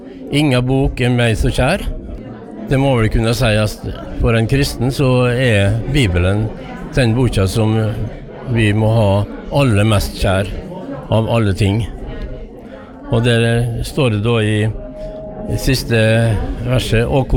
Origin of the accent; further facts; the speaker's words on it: Isfjorden, Møre og Romsdal, Norway; Og jeg kommer fra Isfjorda.